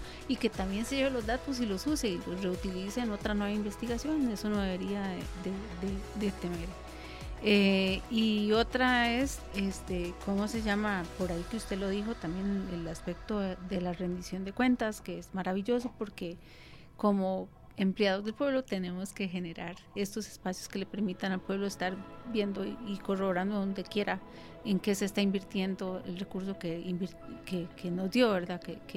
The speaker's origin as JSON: {"language": "Spanish", "country": "Costa Rica", "said": "En mi país, que es Costa Rica, que somos hermanos"}